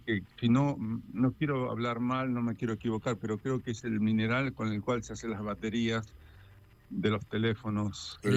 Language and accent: Spanish; San Gregorio, Santa Fe, Argentina; now in Europe; cuando vivía en el pueblito donde nací, en San Gregorio, en la provincia de Santa Fe.